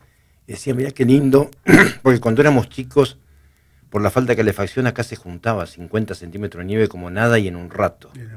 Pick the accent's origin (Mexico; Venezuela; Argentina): Argentina; Pico Truncado, Santa Cruz; yo vengo de Pico Truncado, capital nacional del gas.